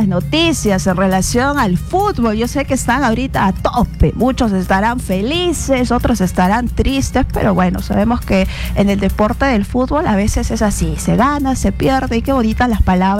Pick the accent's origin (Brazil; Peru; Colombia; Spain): Peru; nosotros como peruanos